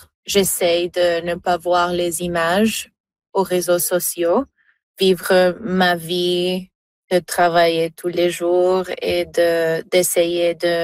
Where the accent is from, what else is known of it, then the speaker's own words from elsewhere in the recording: Colombia; now in Toronto, Canada; Même si je vis à Toronto, la Colombie est toujours mon pays. Ma famille est là-bas et j'ai toujours un lien très fort avec le pays.